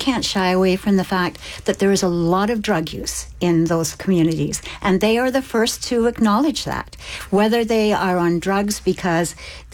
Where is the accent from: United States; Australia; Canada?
Canada; as I said, I find it, as a Canadian, I find it an embarrassment.